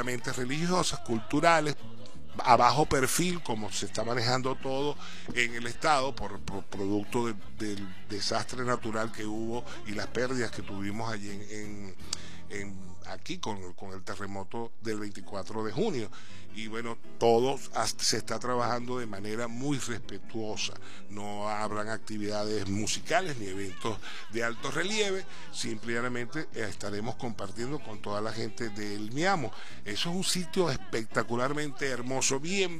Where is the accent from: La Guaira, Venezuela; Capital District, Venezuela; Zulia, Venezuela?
Zulia, Venezuela; Maracaibo; moved away; allá en mi tierrita natal Maracaibo